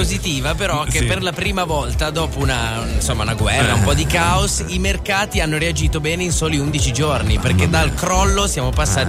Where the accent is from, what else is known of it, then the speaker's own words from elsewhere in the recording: Genoa, Liguria, Italy; io sono genovese